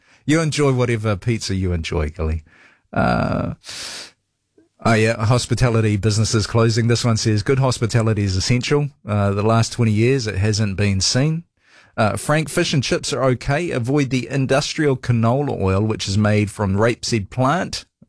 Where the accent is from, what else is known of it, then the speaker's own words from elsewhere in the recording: New Zealand; I feel dirty as a New Zealander saying it